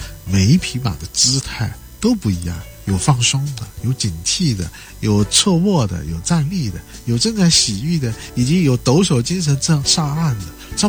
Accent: China; 这个马镫居然是我们中国人发明的

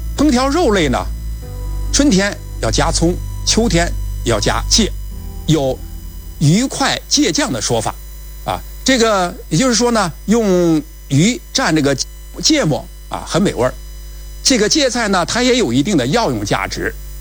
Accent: China

